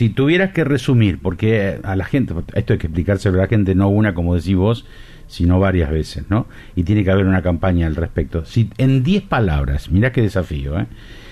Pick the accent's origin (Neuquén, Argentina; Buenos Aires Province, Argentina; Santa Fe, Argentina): Santa Fe, Argentina; Rosario; somos rosarinos